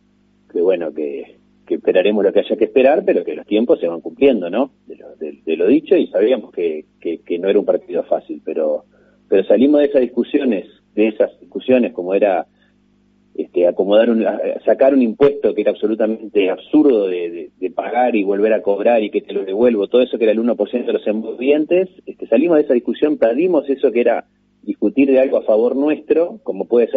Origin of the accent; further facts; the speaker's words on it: Uruguay; somos todos uruguayos